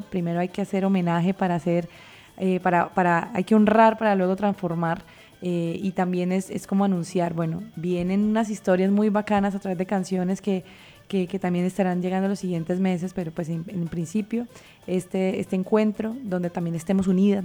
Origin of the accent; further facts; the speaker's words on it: Santander, Colombia; moved away; Aquí como buena santandereana, les traigo noticias bonitas